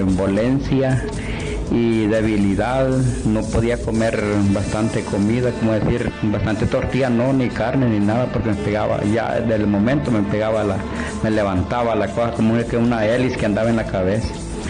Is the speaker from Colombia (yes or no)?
no; Esquías, Comayagua, Honduras; Yo vengo de Esquías.